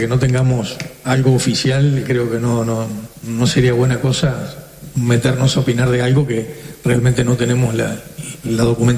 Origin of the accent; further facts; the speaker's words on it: Uruguay; Y lo otro es que a nosotros nos preocupa como uruguayo